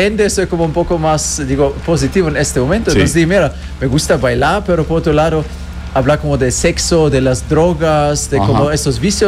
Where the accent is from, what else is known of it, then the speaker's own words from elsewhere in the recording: Germany; Spanish is a second language; now in Colombia; Yo soy alemán, pero estoy acá también.